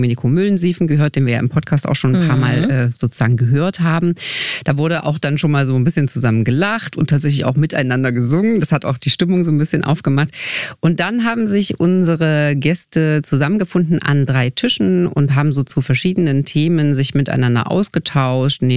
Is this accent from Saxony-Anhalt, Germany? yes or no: yes; Magdeburg, Saxony-Anhalt, Germany; Für die Folge heute war ich in meiner Heimatstadt in Magdeburg